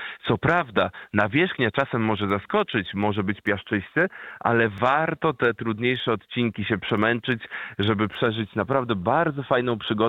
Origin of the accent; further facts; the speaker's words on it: Warmian-Masurian Voivodeship, Poland; jesteśmy rodem z Mazur